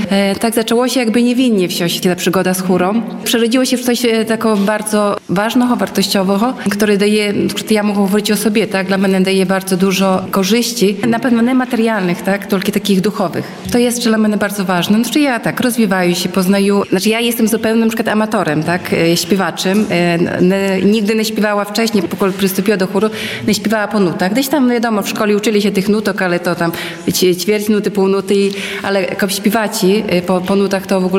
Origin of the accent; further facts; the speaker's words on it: Łosinka, Podlaskie Voivodeship, Poland; now in Hajnówka, Poland; ale pochodzę z Łosinki i też jakby, no, związana no, sercem z Łosinką, tak, bo tutaj wychowała się, tutaj chodziła do szkoły, tutaj rodzice żyli